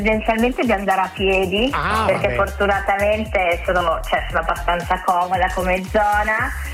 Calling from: Milan, Lombardy, Italy; Da Milano, Milano città.

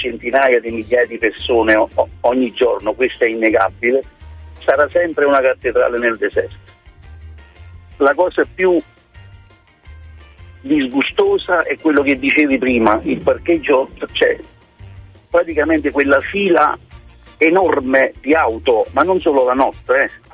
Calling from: Afragola, Campania, Italy; Io sono di Afragola, abito in linea d'aria a 700 metri dalla stazione

